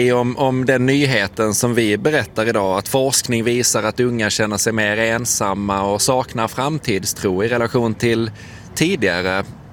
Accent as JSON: {"language": "Swedish", "region": "Västra Götaland County", "country": "Sweden", "moved": "yes", "lives_now": "Lund, Sweden", "said": "Jag är nedflyttad från Dalsland."}